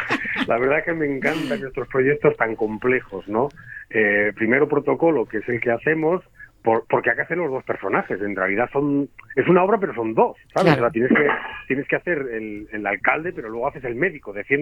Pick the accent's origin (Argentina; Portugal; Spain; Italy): Spain; Lugones, Asturias; mi pueblo, Lugones, yo soy asturiano